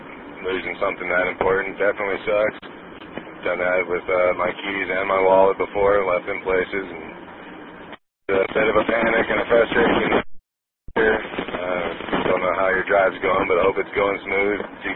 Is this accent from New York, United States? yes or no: no; Aurora, Colorado, United States; I was born and raised in Aurora